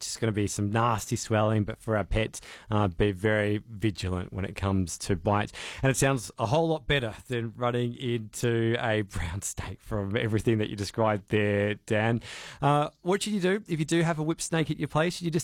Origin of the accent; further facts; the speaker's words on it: Melbourne, Victoria, Australia; also born or lived in Tasmania; I'm from Melbourne originally. I hadn't heard of a whip snake. I was living in Tassie.